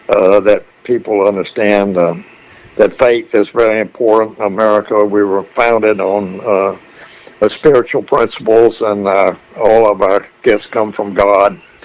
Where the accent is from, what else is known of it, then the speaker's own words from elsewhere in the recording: the South, United States; Growing up in the South